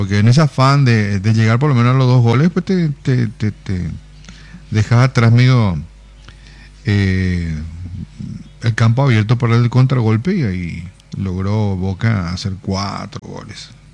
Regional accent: Luque, Central, Paraguay; Yo soy de Luque, pero como es el mismo color.

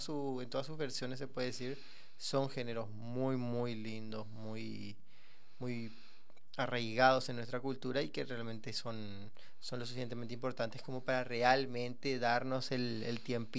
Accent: Paraguay

